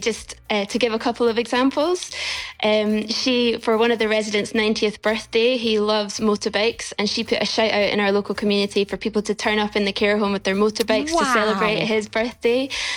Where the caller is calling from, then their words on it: Stirling, Scotland, United Kingdom; I'm phoning from Stirling today.